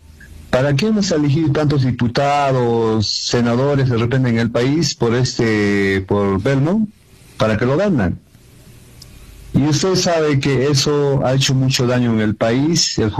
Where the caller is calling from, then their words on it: Azángaro, Puno, Peru; de Azángaro.